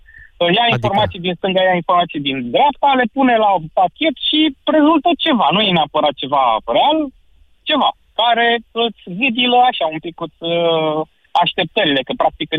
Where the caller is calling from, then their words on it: Târgu Jiu, Gorj County, Romania; Salut! Sunt arhitectul șef din Târgu Jiu, mai exact.